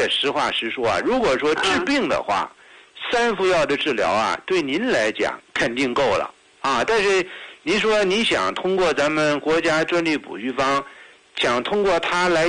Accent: Henan, China; accent: Henan; 您把我的河南腔都给拐得出来了，唱得忒好了啊！

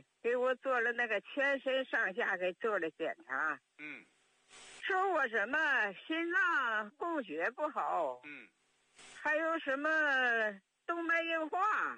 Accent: Suifenhe, Heilongjiang, China; 牡丹江绥芬河镇的

